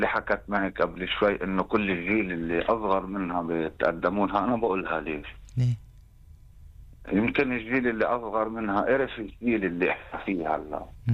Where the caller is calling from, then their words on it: Jordan; من الأردن.